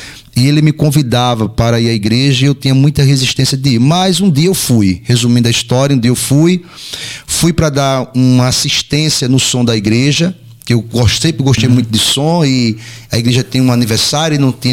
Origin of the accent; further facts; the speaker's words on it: Maceió, Alagoas, Brazil; now in Penedo, Brazil; Eu sou de Maceió, como dizemos, morava em um bairro da periferia.